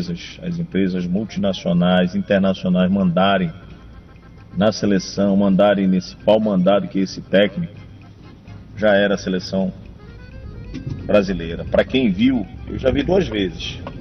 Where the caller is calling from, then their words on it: Ananindeua, Pará, Brazil; aqui de Ananindeua.